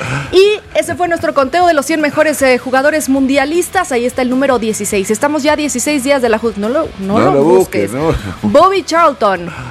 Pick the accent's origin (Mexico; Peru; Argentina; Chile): Mexico; así somos los mexicanos.